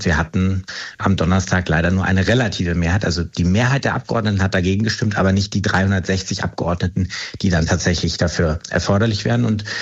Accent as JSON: {"language": "German", "region": "North Rhine-Westphalia", "country": "Germany", "said": "Ich komme aus Nordrhein-Westfalen"}